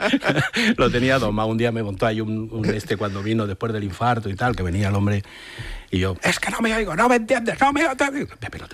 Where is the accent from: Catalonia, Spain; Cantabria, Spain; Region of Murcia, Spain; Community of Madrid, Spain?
Community of Madrid, Spain; Madrid; Yo soy de Madrid.